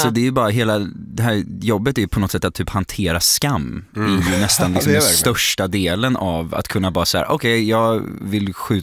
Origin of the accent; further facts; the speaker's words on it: Gothenburg, Västra Götaland County, Sweden; Hon hade missat att jag är göteborgare.